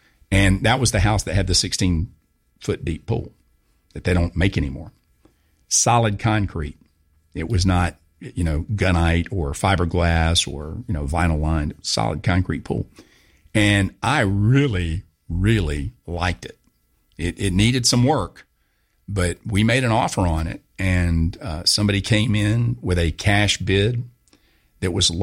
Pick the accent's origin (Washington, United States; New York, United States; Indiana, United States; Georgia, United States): Georgia, United States; Augusta; But Augusta's my hometown.